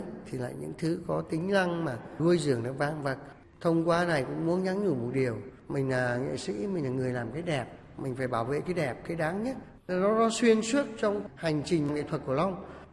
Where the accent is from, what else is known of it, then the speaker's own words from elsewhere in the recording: Thanh Hoa, Vietnam; moved away as an adult; now in Da Lat, Vietnam; mình cũng là người Thanh Hóa